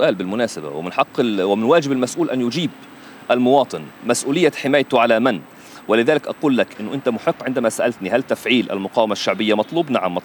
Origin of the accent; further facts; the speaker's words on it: Palestine; بحقنا كفلسطينيين